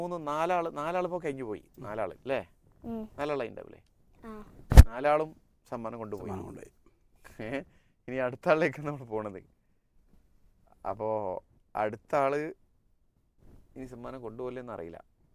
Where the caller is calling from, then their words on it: Mankada, Kerala, India; മംഗട കൂട്ടുന്നാണ് വിളിക്കുന്നത്.